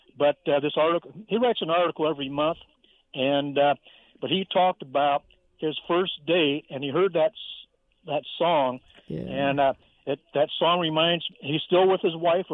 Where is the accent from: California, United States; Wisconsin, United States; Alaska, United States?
California, United States; Encino; born there; when I was born in 63 in Encino, and then we moved in 69, so he wasn't in L.A. at that time.